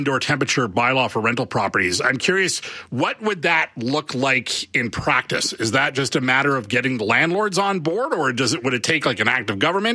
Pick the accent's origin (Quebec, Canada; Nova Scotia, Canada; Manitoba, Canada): Quebec, Canada; also born or lived in Ontario; You know, Abby, I grew up in Quebec and Ontario, and I know what that heat is like out there.